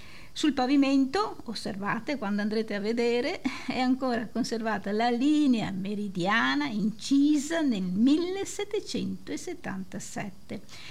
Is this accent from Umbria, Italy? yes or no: no; Padua, Veneto, Italy; che conosciamo noi padovani almeno